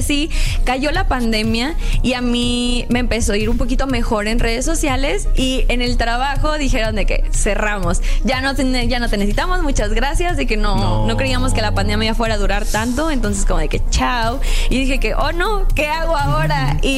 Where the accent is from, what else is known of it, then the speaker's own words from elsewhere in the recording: Mexico; muchos de los mexicanos podrán estar de acuerdo conmigo porque todos crecimos viendo anime en el Canal 5.